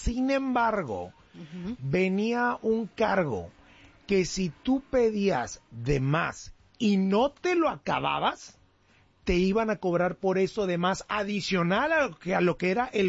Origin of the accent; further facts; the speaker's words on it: Monterrey, Nuevo León, Mexico; yo soy regio, bro.